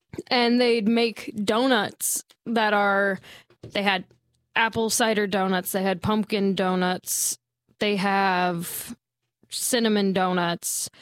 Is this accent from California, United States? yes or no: no; Ohio, United States; moved away; in my hometown, because Ohio isn't known for having orchards.